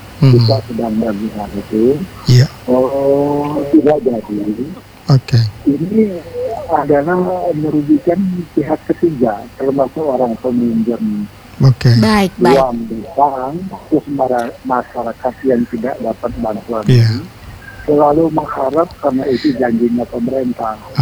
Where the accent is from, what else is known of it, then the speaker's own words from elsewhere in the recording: Tenggangan, Indonesia; Ini teman saya di Sekranti, saya ini dari Tenggangan.